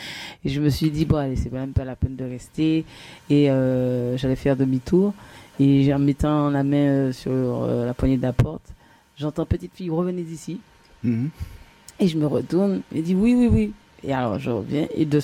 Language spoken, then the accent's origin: French; Sainte-Marie, Martinique; also born or lived in La Trinité, Martinique; plus d'une quarantaine d'années hein, que je vis sur cette île. Mm-hmm. Et je suis originaire de la commune de Sainte-Marie, plus précisément. Ouais. Et ensuite, j'ai migré sur Trinité. Et ensuite, il y a eu plein de déménagements, il y a eu plein de parcours sur la Martinique.